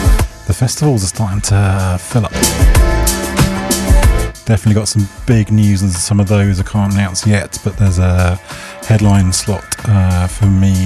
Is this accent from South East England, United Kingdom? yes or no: yes; Brighton, South East England, United Kingdom; Spent the morning trying to raise the revolution in my hometown.